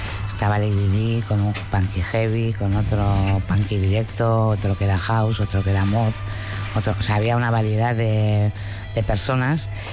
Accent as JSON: {"language": "Spanish", "town": "Bilbao", "region": "Basque Country", "country": "Spain", "tie": "born or raised there", "said": "he nacido en Bilbao."}